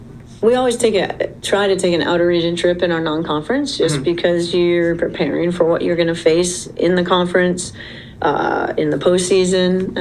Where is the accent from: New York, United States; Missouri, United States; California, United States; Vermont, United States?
Vermont, United States; moved away as an adult; also born or lived in Rhode Island; now in South Carolina, United States; I was from New England. Mm-hmm. I came from Rhode Island. I grew up in Vermont.